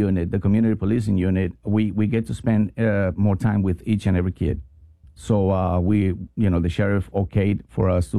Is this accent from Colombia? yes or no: yes; Colombia; now in United States; me coming from a third world country. I'm from Colombia